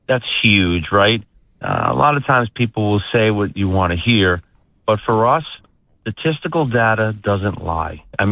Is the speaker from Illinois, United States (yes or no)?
no; New York, United States; now in Lee County, Florida, United States; my hometown in New York